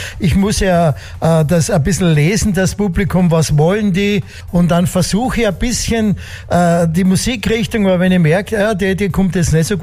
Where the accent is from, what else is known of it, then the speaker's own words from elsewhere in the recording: Zeltweg, Styria, Austria; also born or lived in Knittelfeld; now in Carinthia, Austria; ich bin eigentlich geboren in Knittelfeld, aber aufgewachsen in Zeltweg.